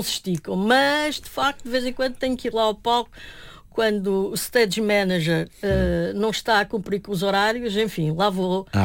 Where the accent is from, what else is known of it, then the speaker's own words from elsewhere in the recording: Alentejo, Portugal; eu sou alentejana e também passo algum tempo da minha vida lá pelo Alentejo.